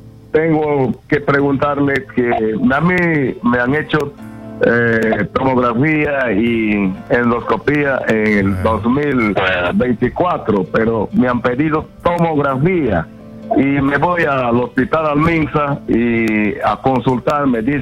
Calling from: Tarapoto, San Martín, Peru

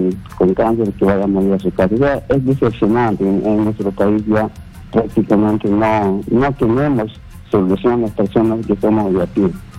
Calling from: Amazonas, Peru; …, de Amazonas.

